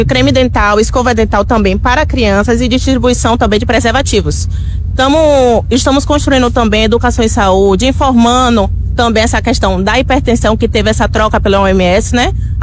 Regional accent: Salvador, Bahia, Brazil; nós não somos daqui de Itabuna, somos de Salvador, Bahia.

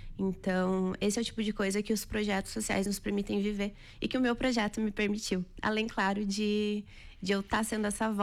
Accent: Brazil

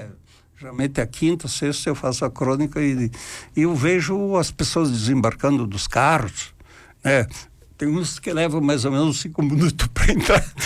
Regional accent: Carlos Barbosa, Rio Grande do Sul, Brazil; lá no meu bairro, lá que era Ponte Seca, né?

